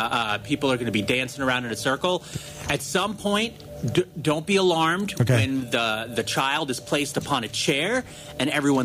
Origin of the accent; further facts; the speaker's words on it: Orange County, North Carolina, United States; every time I tell people I'm from Orange County, they're like, Orange County, California? I'm like, no, Orange County, North Carolina.